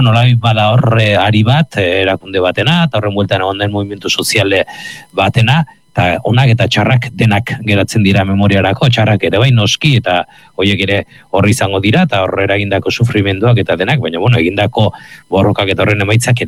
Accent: Basque Country, Spain; ni Gipuzkoarra naiz

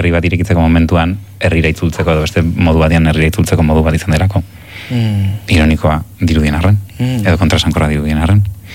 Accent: Oiartzun, Basque Country, Spain; moved away; nere herria maite dut, Oiartzun

